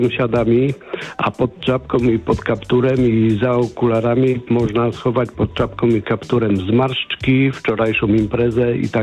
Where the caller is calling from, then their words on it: Greater Poland Voivodeship, Poland; dzwonię z Wielkopolski.